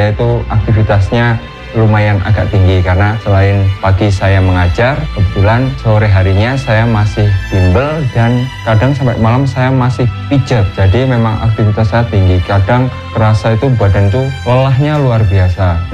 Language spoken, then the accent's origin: Indonesian; Wonosobo, Central Java, Indonesia; now in Karangkobar, Indonesia; Saya asli dari Wonosobo, tapi saya domisili di Karangkobar.